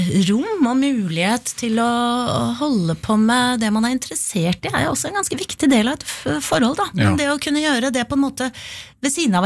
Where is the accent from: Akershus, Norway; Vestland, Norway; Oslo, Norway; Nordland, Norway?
Oslo, Norway; jeg vokste opp I Oslo, men liksom utenfor sentrum.